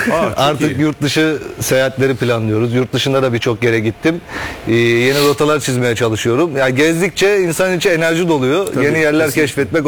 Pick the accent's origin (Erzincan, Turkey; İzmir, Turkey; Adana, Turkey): Erzincan, Turkey; Ben memleketim olan Erzincan'dan başlamak istiyorum.